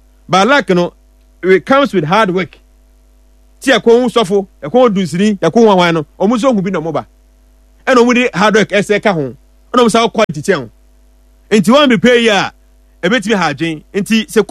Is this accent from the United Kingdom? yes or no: yes; England, United Kingdom; I'm from England.